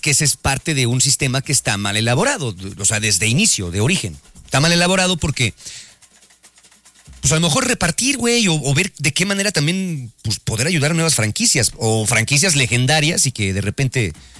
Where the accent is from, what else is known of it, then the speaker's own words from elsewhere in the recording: Boca del Río, Veracruz, Mexico; No, yo sí soy de Boca del Río.